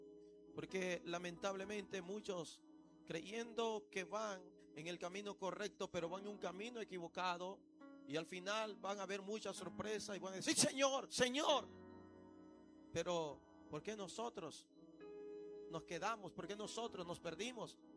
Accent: El Salvador; nuestro país, El Salvador, de donde venimos

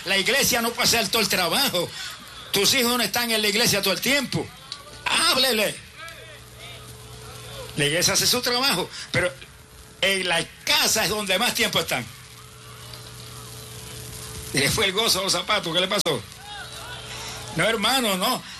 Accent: Camuy, Puerto Rico; en mi pueblo de Camuy, allá en Puerto Rico.

